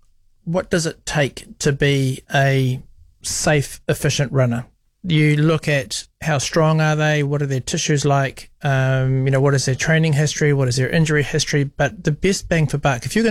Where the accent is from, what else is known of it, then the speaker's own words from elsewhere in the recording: Napier, Hawke's Bay, New Zealand; because when I was growing up as a kid, I grew up in Napier. As a kid, I was very much involved in my yachting